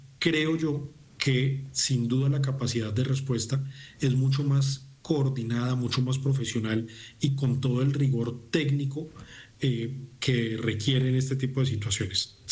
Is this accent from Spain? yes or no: no; Coffee Axis, Colombia; now in Cali, Colombia; el eje cafetero, es la suma de tres departamentos, Caldas, Risaralda y Quindío, de donde soy yo